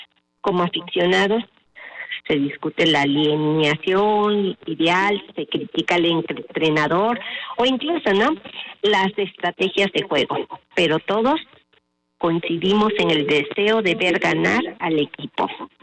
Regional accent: Mexico; Como muchos mexicanos, comparto el orgullo del triunfo de nuestra selección

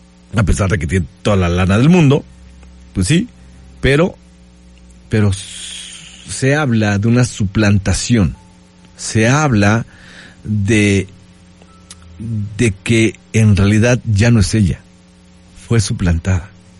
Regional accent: Puebla, Mexico; ¡Ah, yo soy de Puebla! ¡No manches!

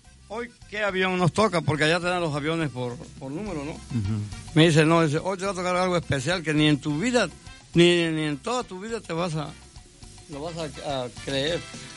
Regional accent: Alvarado, Veracruz, Mexico; Yo nací en Alvarado, como todos saben, en Alvarado, Veracruz. Fui criado en Las Escolleras, municipio de Alvarado

